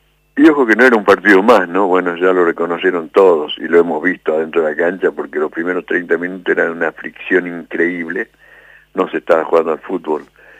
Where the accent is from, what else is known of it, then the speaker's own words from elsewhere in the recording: Argentina; somos argentinos